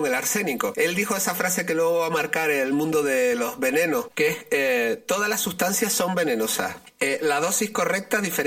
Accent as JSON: {"language": "Spanish", "region": "Galicia", "country": "Spain", "said": "soy gallego"}